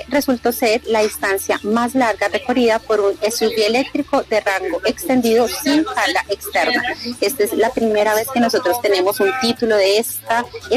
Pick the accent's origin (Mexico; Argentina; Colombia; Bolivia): Colombia; Bogotá; Soy de Bogotá.